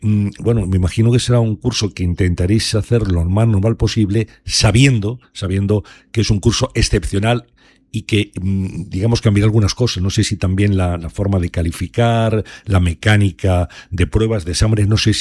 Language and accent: Spanish; Valladolid, Castile and León, Spain; yo soy de Valladolid, por tanto me toca muy de cerca